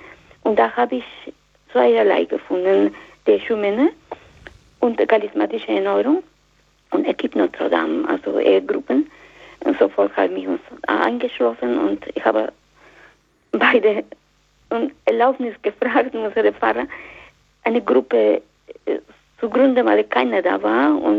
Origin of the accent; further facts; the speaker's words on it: Mexico; German is a second language; now in Germany; Zuerst, Sie haben schon an meinen Akzent gemerkt, ich komme aus Mexiko. Ich wohne aber mehr als die Hälfte meines Lebens hier in Deutschland.